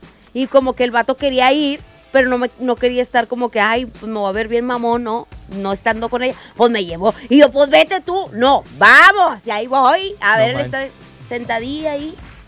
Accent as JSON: {"language": "Spanish", "town": "Monterrey", "region": "Nuevo León", "country": "Mexico", "said": "Somos de Monterrey, no lo queremos."}